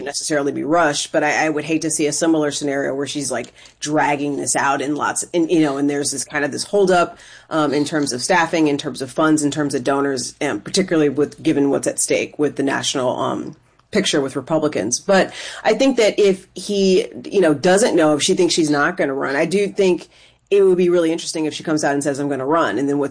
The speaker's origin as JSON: {"language": "English", "region": "Ohio", "country": "United States", "also_born_or_lived": "Indiana", "said": "I'm originally from Ohio, and I spent some time in Indiana"}